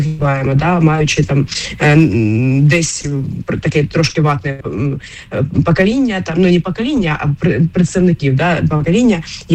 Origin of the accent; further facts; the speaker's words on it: Kharkiv, Kharkiv Oblast, Ukraine; Я сама з Харкова родом